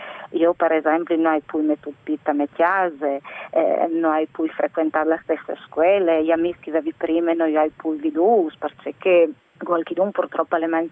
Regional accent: Gemona del Friuli, Friuli-Venezia Giulia, Italy; io sono di Glemone

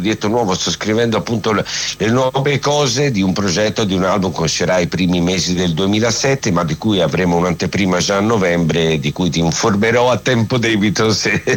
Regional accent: Florence, Tuscany, Italy; io sono fiorentino

